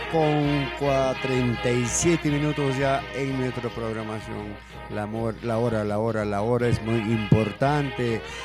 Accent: Ancash, Peru; moved away; mi tierra linda que me vio nacer cuando era chiquitito. Pasteaba mi borreguito por arriba, por Esperanza, por Tayupa, por... en muchos lugares

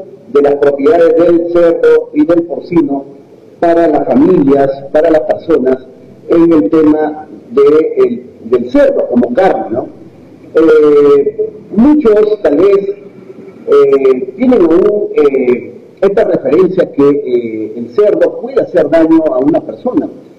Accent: Selva Central, Peru; nosotros, quienes somos aquí de Selva Central

